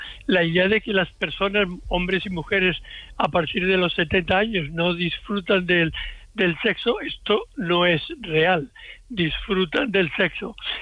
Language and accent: Spanish; Seville, Andalusia, Spain; born there; No, yo nací en Sevilla y mi madre era del norte, de Santander.